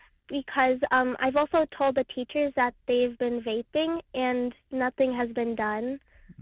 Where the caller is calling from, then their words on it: Queens, New York, United States; I'm calling from Queens.